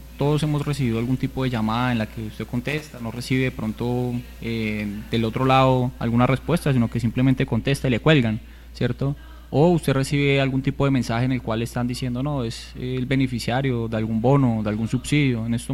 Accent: Bogotá, Colombia; moved away; No, señor, yo soy de Bogotá.

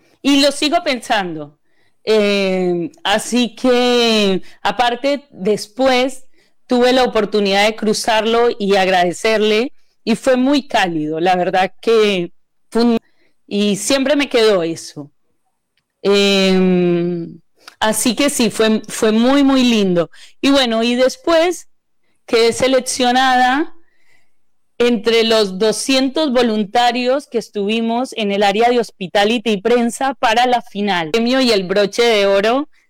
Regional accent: Colombia; yo soy colombiana

